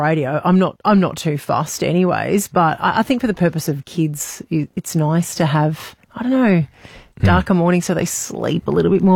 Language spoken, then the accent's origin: English; New South Wales, Australia; now in Townsville, Australia; because I grew up in New South Wales.